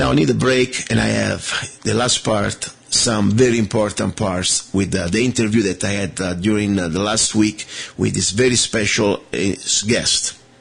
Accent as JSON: {"language": "English", "country": "Italy", "tie": "born or raised there", "moved": "as an adult", "lives_now": "United States", "said": "Now, I'm from Italy, as you know. I came to America about 19 years ago. And I grew up in Italy."}